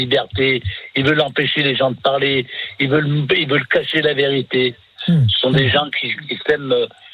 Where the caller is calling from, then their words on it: France; Moi, je suis un Français, je suis fier d'être Français.